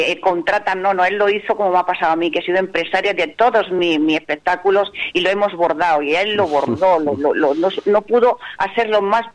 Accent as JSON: {"language": "Spanish", "town": "Andújar", "region": "Andalusia", "country": "Spain", "said": "Yo soy andaluza de Andújar, y yo soy de Andújar"}